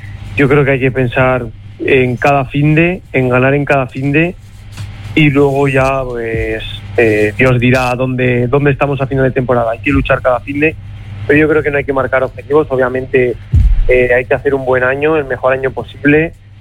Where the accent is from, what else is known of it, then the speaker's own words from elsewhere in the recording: Zaragoza, Aragon, Spain; yo desde pequeño pues he seguido al Zaragoza, soy de Zaragoza